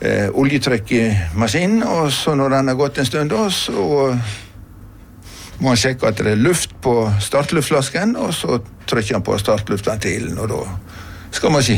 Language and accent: Norwegian; Aske, Vestland, Norway; Jeg er nå fra Aske, da. Jeg er nå oppvokst på Aske, da.